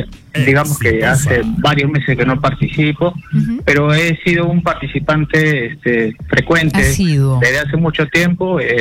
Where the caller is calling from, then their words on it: Lima, Peru; de Los Olivos.